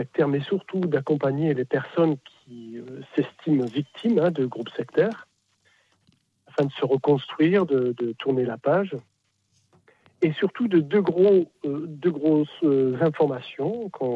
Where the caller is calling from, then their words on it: Marseille, Provence-Alpes-Côte d'Azur, France; Je vous appelle de Marseille.